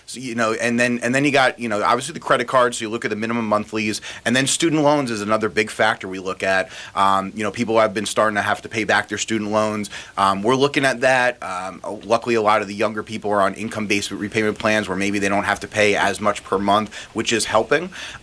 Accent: New York City, New York, United States; Growing up in the New York City area

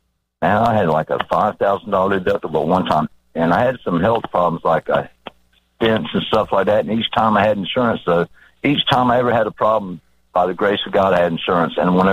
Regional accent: Sanford, Florida, United States

